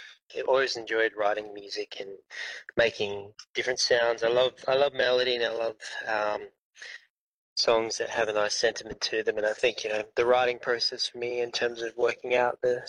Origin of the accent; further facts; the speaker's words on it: Western Australia, Australia; now in Fremantle, Australia; We're from Wadandi, Bibbulmun country. So my mum was born down in Collie. These days I'm living in Wailup in Whadjuk Noongar country up in near Fremantle and Hammy Hill to be precise.